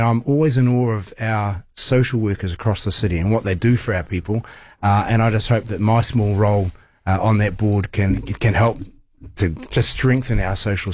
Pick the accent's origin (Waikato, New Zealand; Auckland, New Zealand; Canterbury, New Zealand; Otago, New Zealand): Canterbury, New Zealand; Christchurch; moved away as an adult; also born or lived in Wellington; But I was born and raised in Christchurch.